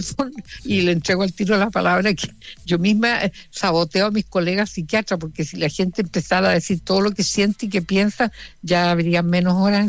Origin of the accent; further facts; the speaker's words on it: Puerto Montt, Los Lagos, Chile; born there; yo nací en Portomón el año 43.